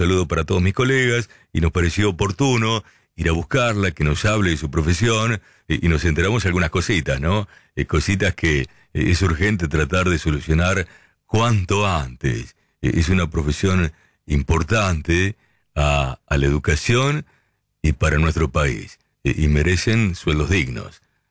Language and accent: Spanish; Lincoln, Buenos Aires Province, Argentina; now in Necochea, Argentina; yo soy de Lincoln, pero resido en la ciudad de Necochea.